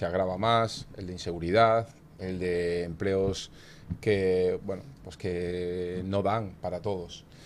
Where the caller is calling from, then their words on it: Galicia, Spain; yo soy gallego y también siento que el catalán es mi idioma, o sea, y el euskera también.